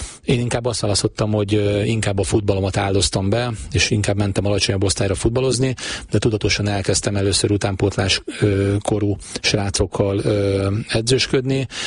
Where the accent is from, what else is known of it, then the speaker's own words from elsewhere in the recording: Pécs, Baranya, Hungary; ha Nyíregyházáról hazamegyek, ugye pécsiként